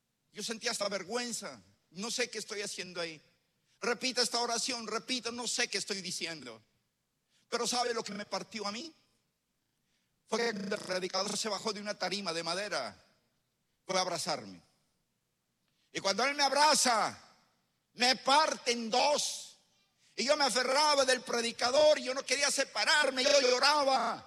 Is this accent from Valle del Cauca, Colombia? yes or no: no; Pasto, Nariño, Colombia; Aquí me conocieron como llegué. Torcido. Yo vengo de Pasto. Y en Pasto hice un anuncio de cómo iba a ser mi muerte.